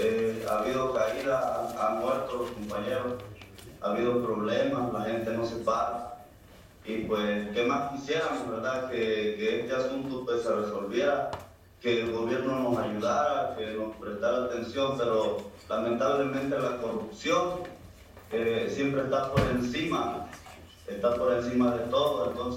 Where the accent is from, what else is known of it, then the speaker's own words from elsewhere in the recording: Paso del Águila, Mexico; yo también soy de aquí de Paso del Águila, soy un joven comunero